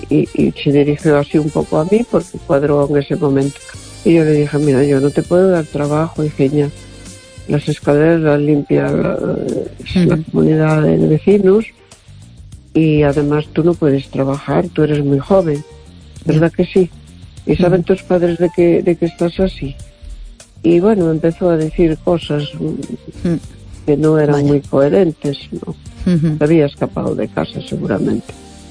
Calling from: A Coruña, Galicia, Spain; de La Coruña.

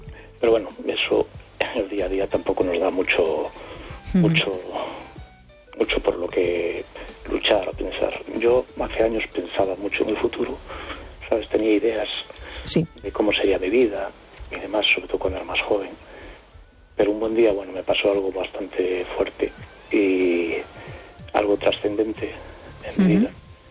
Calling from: A Coruña, Galicia, Spain; de Coruña.

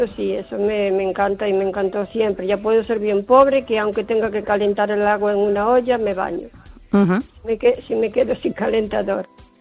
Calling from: O Carballiño, Galicia, Spain; Buenas noches. … de Carballiño.

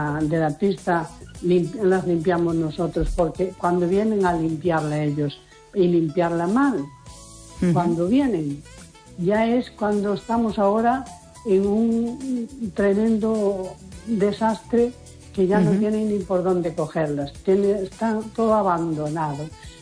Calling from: A Coruña, Galicia, Spain; de la Coruña.

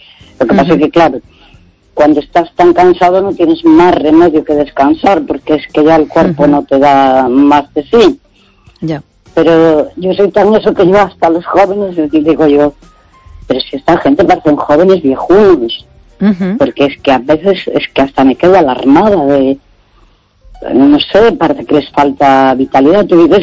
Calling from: Santiago de Compostela, Galicia, Spain; de Santiago

